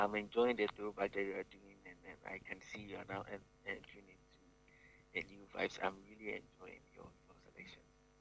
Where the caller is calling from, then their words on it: Ahojo, Ashanti, Ghana; I'm calling from Ahojo.